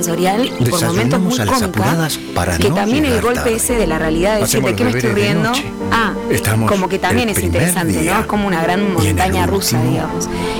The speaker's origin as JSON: {"language": "Spanish", "country": "Uruguay"}